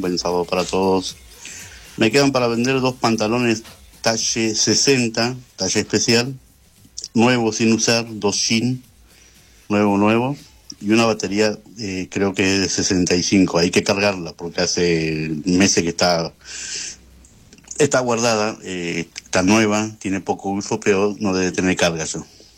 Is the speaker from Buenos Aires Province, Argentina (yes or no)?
yes; Carmen de Patagones, Buenos Aires Province, Argentina; Soy de Patagones.